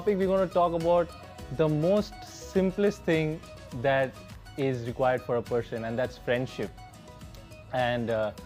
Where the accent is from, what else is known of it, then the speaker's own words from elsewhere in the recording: India; moved away; But I'm from India, so you can notice my accent is different.